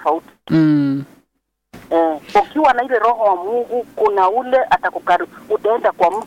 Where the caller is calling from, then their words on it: Joska, Machakos County, Kenya; hata mimi ni wa Joska